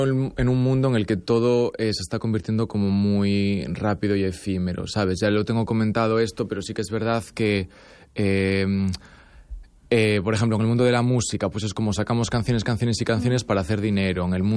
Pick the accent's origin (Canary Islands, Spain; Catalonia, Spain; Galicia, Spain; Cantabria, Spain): Galicia, Spain; A Coruña; moved away; pues soy del norte de España, ¿sabes? Y me dicen, ¿del País Vasco? Y yo, no, del norte de España, más al oeste, ¿sabes? Encima de Portugal, porque si les dices Galicia no saben dónde está.